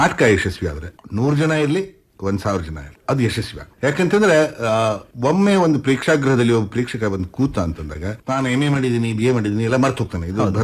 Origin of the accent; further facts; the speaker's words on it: Sirsi, Karnataka, India; born there; ನಾನು ಸಣ್ಣವಿರ್ತ ನನ್ನ ತಂದೆಯವರು ಶಿರಸಿಯಲ್ಲಿ ಡಾಕ್ಟರ್ ಆಗಿದ್ರು